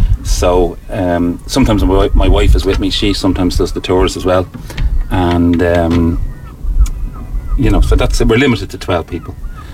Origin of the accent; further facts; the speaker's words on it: Malahide, Leinster, Ireland; Well, I grew up in Malahide.